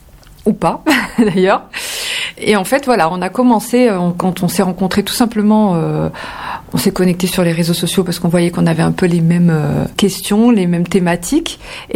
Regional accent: France; born there; je suis née en France, j'ai peu connu ma culture, j'avais un manque de, et quand je suis devenue maman, j'avais envie de transmettre plus de choses à ma fille.

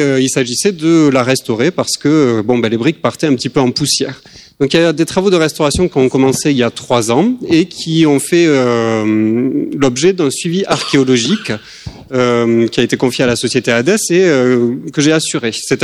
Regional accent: Toulouse, Occitanie, France; Je vais plutôt vous parler de briques puisque on vient de Toulouse

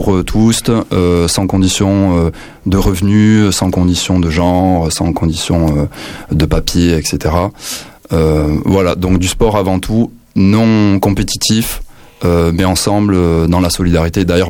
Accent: Toulouse, Occitanie, France; Mais du coup, voilà, bah, je suis toulousain. J'ai grandi à Toulouse

